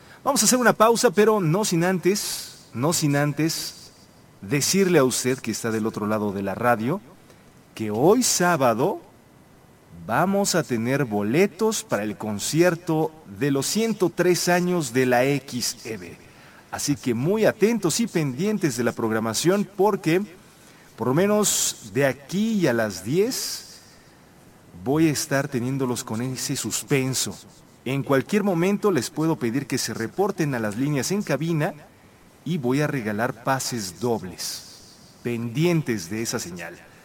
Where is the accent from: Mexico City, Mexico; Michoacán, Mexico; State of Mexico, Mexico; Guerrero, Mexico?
Mexico City, Mexico; Porque todos cuando salimos a otro estado de la República Mexicana, a pesar de que todos somos México, dicen, ah, vienes de México. Ah, vives en México.